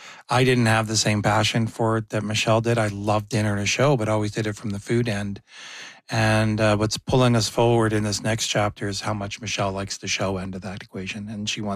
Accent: Fisher Branch, Manitoba, Canada; I'm from Fisher Branch. She's from Lundar. And so we're both from the North Interlake.

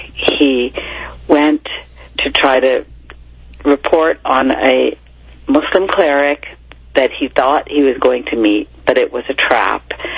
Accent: West Virginia, United States; West Virginia on book leave, my hometown

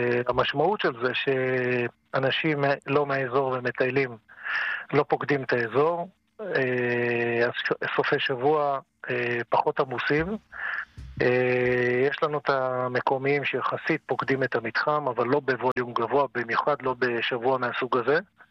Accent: Kiryat Shmona, Northern District, Israel; now in Dafna, Israel; אני מתגורר 35 שנה בדפנה, ואני עד הצבא גדלתי בקריית שמונה

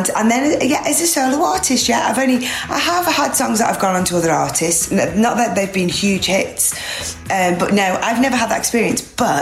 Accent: United Kingdom; Being British growing up here, that was what you like dreamed about doing.

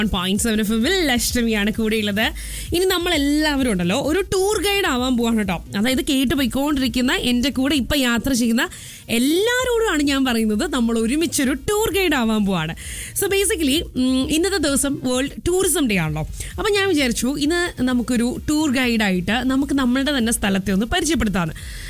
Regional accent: Qatar; Moreover ഞാൻ കൂടുതൽ വളർന്നത് ഖത്തറിലായതുകൊണ്ട് ചിലപ്പോൾ എനിക്ക് ഖത്തറിനെ കുറിച്ച് കുറച്ച് കൂടുതൽ നന്നായി പറയാൻ പറ്റും.

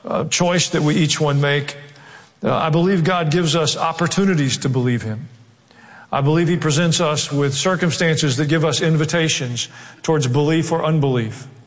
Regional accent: the South, United States; accent: southern; hear me preach in my southern accent, in their language

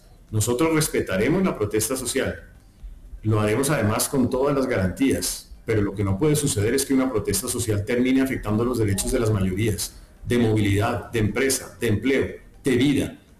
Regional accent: Colombia; los colombianos estamos cansados

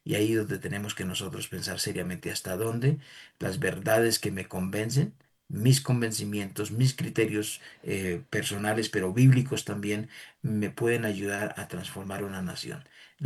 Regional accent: Colombia; nosotros tenemos que entender como colombianos

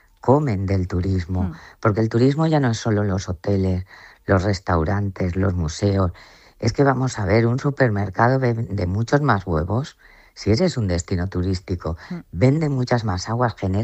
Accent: Valencian Community, Spain; Las terrazas de Ruzafa, lamento decir que el 80% somos valencianos y valencianas

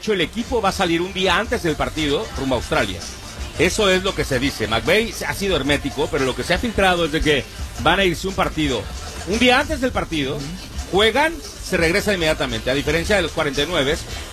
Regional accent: Mexico City, Mexico; En la Ciudad de México.

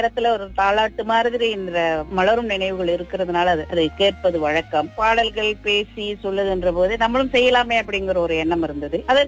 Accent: Sitiawan, Perak, Malaysia; நான் சித்தியாவான்ல பிறந்து வளர்ந்ததெல்லாம் சித்தியாவான்.

